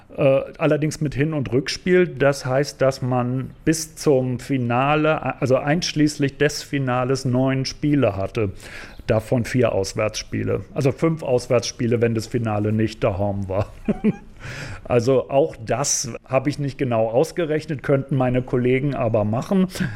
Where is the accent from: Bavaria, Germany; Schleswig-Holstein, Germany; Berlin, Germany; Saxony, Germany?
Berlin, Germany; Also ich bin selber aus Berlin